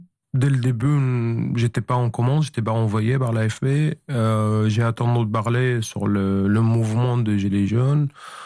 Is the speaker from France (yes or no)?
no; Hamouria, Rif Dimashq, Syria; moved away as an adult; dans ma ville natale, Hamouria.